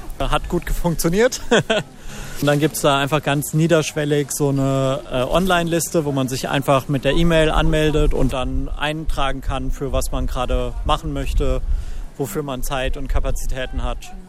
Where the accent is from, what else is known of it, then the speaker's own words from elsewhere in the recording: Frankfurt, Hesse, Germany; Ja, ich komme aus Sachsenhausen, also auch hier Frankfurt, aber andere Stadtviertel.